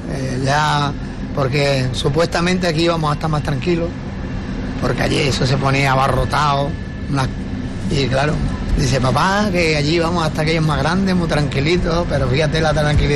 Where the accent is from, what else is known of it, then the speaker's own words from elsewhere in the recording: Vélez-Málaga, Andalusia, Spain; also born or lived in Barcelona; now in Lepe, Spain; Yo soy de la Sarquía, de Vélez Málaga soy.